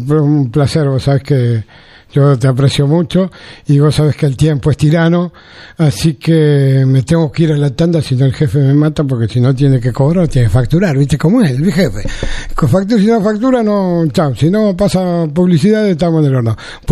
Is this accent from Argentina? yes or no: yes; Argentina